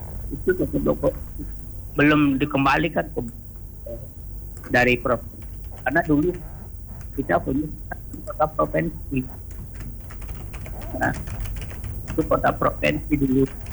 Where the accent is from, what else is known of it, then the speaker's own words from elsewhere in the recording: Buleleng, Bali, Indonesia; born there; saya lahir di Buleleng, sampai ya dapat mengalami 3 tahun di Buleleng. Dulu saya dari tahun 8 sampai 2017.